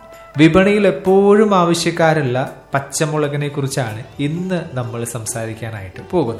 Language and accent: Malayalam; Kerala, India; നമ്മൾ മലയാളികളുടെ ഭക്ഷണത്തില് എരിവില്ലാത്തൊരു ഭക്ഷണത്തെക്കുറിച്ച് അല്ലെങ്കിൽ എരിവില്ലാത്തൊരു വിഭവത്തെക്കുറിച്ച് ചിന്തിച്ചു നോക്കിയേ ഒരിക്കലും ചിന്തിക്കാൻ കഴിയില്ല അല്ലേ.